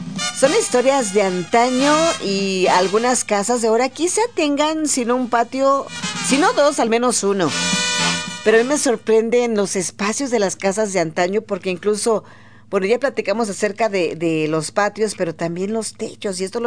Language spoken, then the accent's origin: Spanish; Mexico